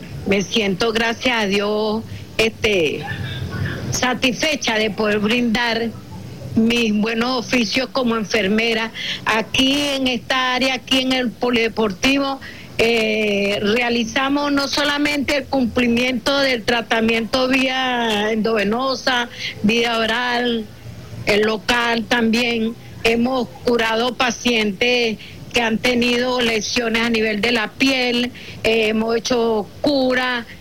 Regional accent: La Guaira, Venezuela; lo que yo he vivido aquí en Vargas. Soy nacida y criada aquí en Vargas y esta es la tercera tragedia que yo he vivido.

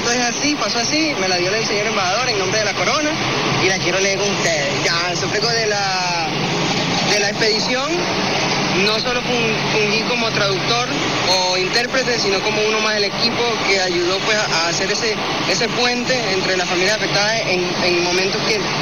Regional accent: San Félix, Bolívar, Venezuela; Yo me vine de San Félix, estado Bolívar, a ayudar. No conozco a nadie acá, no tengo casa

